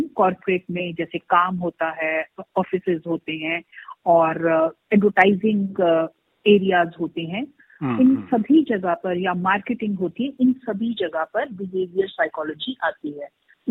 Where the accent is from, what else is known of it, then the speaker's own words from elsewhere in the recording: Delhi, India; और मैं दिल्ली से हूँ।